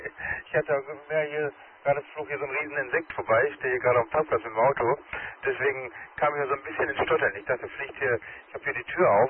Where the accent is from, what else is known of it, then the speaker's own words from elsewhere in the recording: Dortmund, North Rhine-Westphalia, Germany; ich komme ursprünglich auch aus Dortmund, normale Heimatkutsche heißt ja Wittenstockum, aber jetzt, wie gesagt, stehe ich hier oben an der Kreuzung, hier an meinem Garten